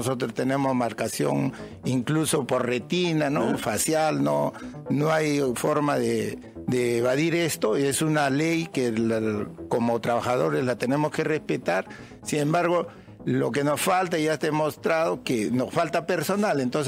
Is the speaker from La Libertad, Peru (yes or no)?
no; Arequipa, Peru; Yo soy arequipeño, por ejemplo, en Camaná tenemos el hospital de salud de Camaná